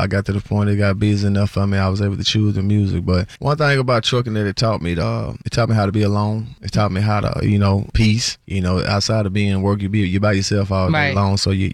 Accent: Decatur, Mississippi, United States; Nah, I'm from Decatur, Mississippi.

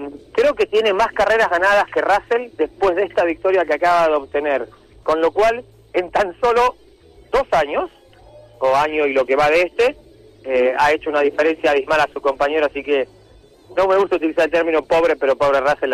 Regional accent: Argentina; no es fácil estar haciendo lo que está haciendo, más siendo argentino, que no aportamos demasiado

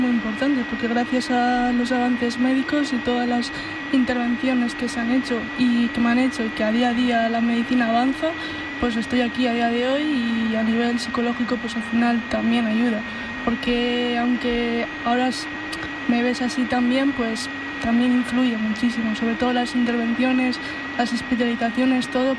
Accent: Basque Country, Spain; como soy del País Vasco

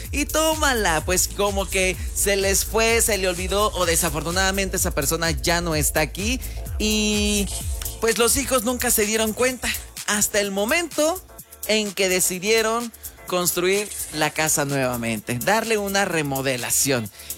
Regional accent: Mexico; como buenos mexicanos, una cheve, ya sabes

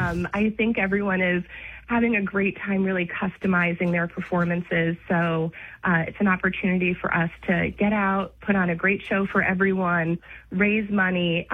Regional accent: New Jersey, United States; The Chatham Courier or the Daily Record out of Morris County in New Jersey.

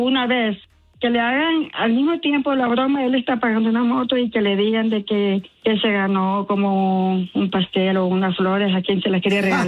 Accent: Honduras; No, soy hondureña, pero soy mujer de un solo hombre, no me gusta eso.

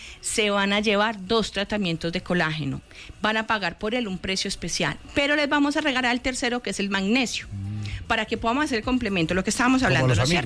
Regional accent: Colombia; Pero no importa, somos colombianos, disfrutemos esta fiesta de fútbol

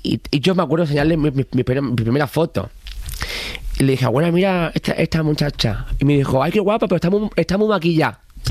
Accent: San Fernando, Andalusia, Spain; En mi tierra, estaba en Jerez, de pregón, en Cádiz, en San Fernando.

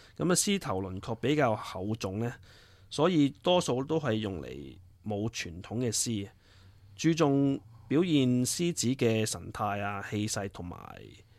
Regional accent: China; now in Brisbane, Australia; 尤其是我哋身处喺外国啊，喺 Brisbane 啦，咁作为中国人咧，反而会更加想小朋友去接触翻自己嘅文化

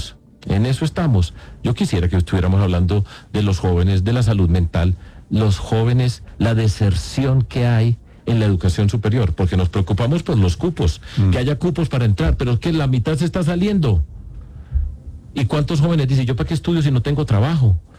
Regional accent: Antioquia, Colombia; Y allá en mi tierra, la gente dice, no, es que los paisas, solo con los paisas, pues yo no.

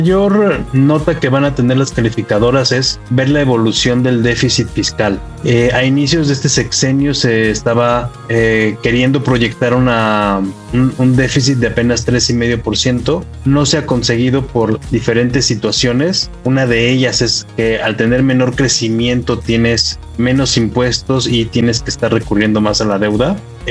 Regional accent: Mexico

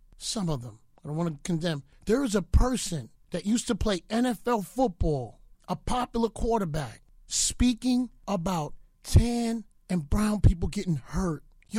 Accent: New York, United States; I'm from New York, bro.

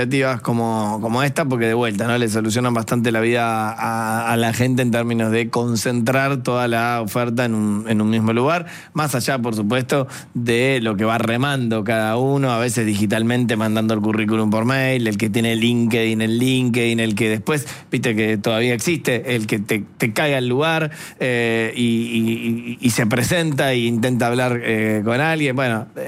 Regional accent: Argentina; lo intensos que somos los argentinos

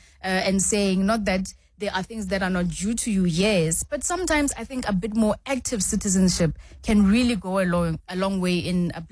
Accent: Ga-Rankuwa, Gauteng, South Africa; and I lived in Garankuwa. I grew up in Garankuwa, for instance.

